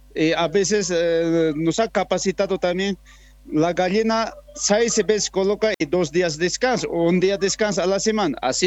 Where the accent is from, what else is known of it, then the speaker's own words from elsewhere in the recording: Bolivia; now in Villa Candelaria, Bolivia; yo soy de Ayo Panacache, aquí